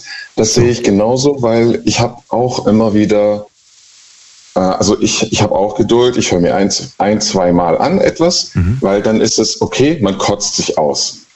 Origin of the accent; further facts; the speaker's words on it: Baden-Württemberg, Germany; Ich bin aus dem Schwarzwald.